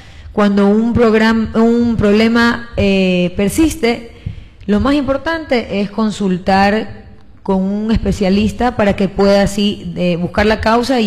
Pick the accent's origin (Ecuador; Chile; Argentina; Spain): Ecuador; Manabí; hablando de nuestra alimentación como ecuatorianos como tal, ¿no? Nosotros, el problema nuestro, sobre todo los manabitas, tenemos demasiado consumo de carbohidratos.